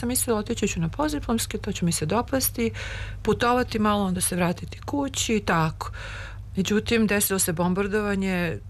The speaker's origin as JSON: {"language": "Serbian", "region": "Belgrade", "country": "Serbia", "tie": "born or raised there", "moved": "as an adult", "said": "Da, ja sam rođena Beograđanka, završila sam 8. Beogradsku gimnaziju, koja se sada zove 3."}